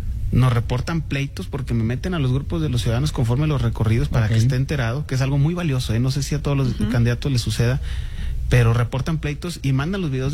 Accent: Coahuila, Mexico; Yo ahí nací, bueno, no en Lomas, ¿verdad? Nací en el Magisterio, en el Hospital del Magisterio, ya. Y pues la única casa que conocí hasta que me casé con una de Ramos fue la de Lomas de Lourdes

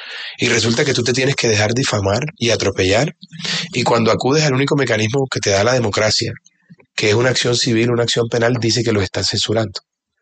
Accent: Barranquilla, Atlántico, Colombia; also born or lived in Bogotá

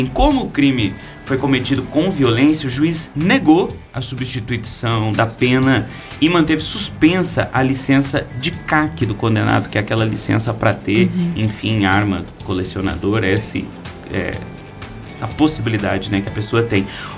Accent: Joinville, Santa Catarina, Brazil; now in Federal District, Brazil; como sou natural de Santa Catarina, eu tenho uma lembrança bela das praias de Santa Catarina

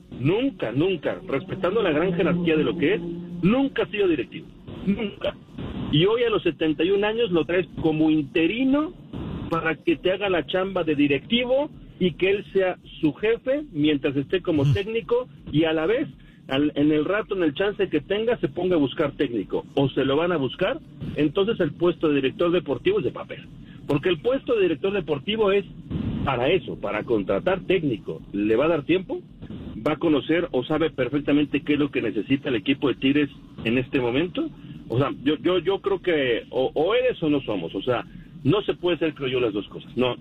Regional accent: Mexico; Y ya después, pues sí somos de México.

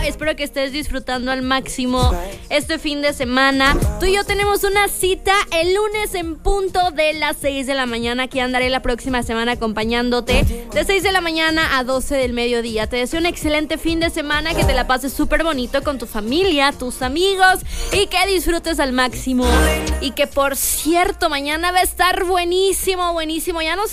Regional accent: Mexico

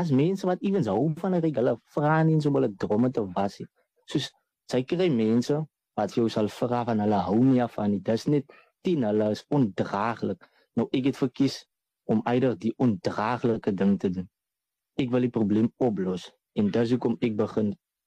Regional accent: Lamberts Bay, Western Cape, South Africa; die vis daar gevang raak en is wel ook bekend vir ons voeleiland en dan ons seafood restaurante. So ek is oorspronkelijk van Lammersbaai

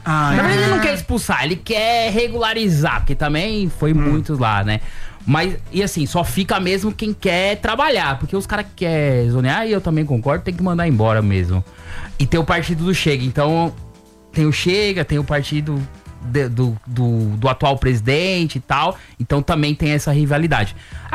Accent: São Paulo, Brazil; moved away as an adult; now in Braga, Portugal; eu sou paulistano, né?

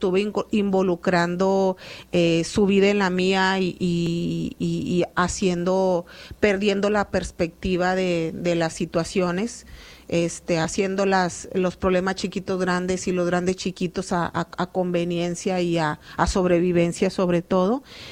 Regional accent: Nuevo León, Mexico; en nuestro estado de Nuevo León

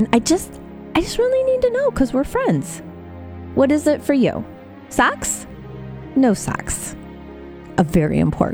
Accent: Metamora, United States; it does also dig up a memory from growing up in Metamora and going to St. Mary's Church, where we had a priest by the name of Father Matthew who was known for wearing red socks with his sandals.

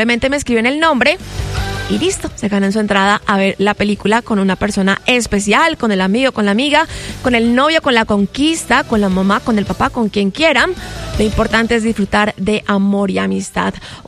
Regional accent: Chihuahua, Mexico; Chucky Town de donde vengo yo

